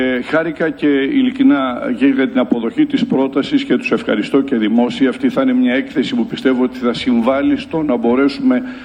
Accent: Northern Greece, Greece; born there; εμείς εδώ που γεννηθήκαμε, ζούμε, λειτουργούμε στη Βόρειο Ελλάδα, μιλώ ως Βόρειο Ελλαδίτης

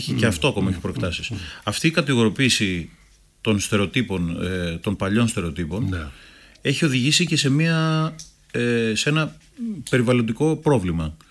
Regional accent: Greece; Αυτά τα οποία και εμείς σαν Έλληνες θεωρούμε ψάρια

